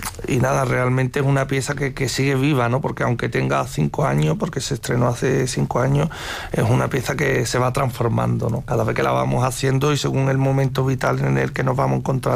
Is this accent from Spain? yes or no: yes; Arcos de la Frontera, Andalusia, Spain; Marcos de la Frontera.